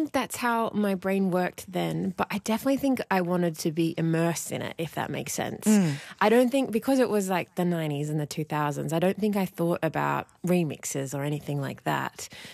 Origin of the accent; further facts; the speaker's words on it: Wagga Wagga, New South Wales, Australia; I grew up in Wagga Wagga on Wiradjuri country. I went to public school.